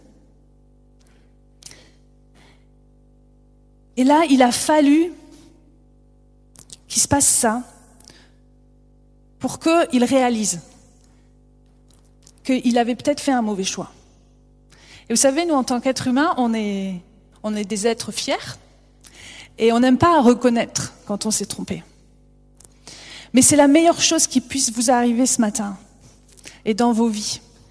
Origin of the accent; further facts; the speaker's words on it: France; En tant que bon français